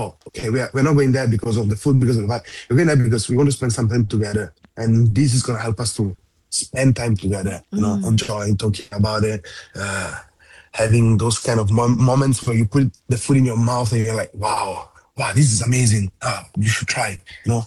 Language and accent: English; Genoa, Liguria, Italy; now in Singapore; In my hometown is Genova.